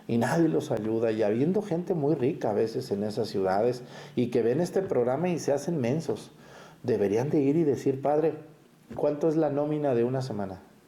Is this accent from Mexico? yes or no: yes; Mexticacán, Jalisco, Mexico; moved away; Y les invito a mi pueblo, a Mestigacán.